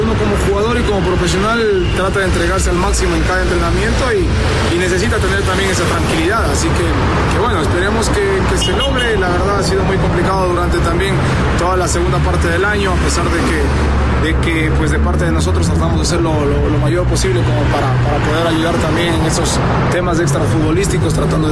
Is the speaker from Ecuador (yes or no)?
yes; Ecuador; de parte de nosotros creo que como ecuatorianos